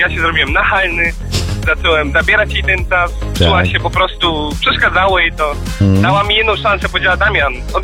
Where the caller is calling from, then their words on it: Subcarpathian Voivodeship, Poland; Ja jestem chłopakiem z Podkarpacia